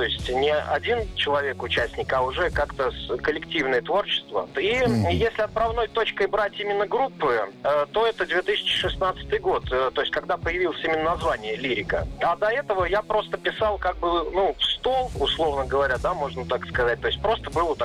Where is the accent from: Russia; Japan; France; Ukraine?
Russia; Penza, Penza Oblast; moved away as an adult; also born or lived in Moscow; Изначально я уроженец города Пензы. Ну и жил, скажем, до 22 лет в этом славном, замечательном городе.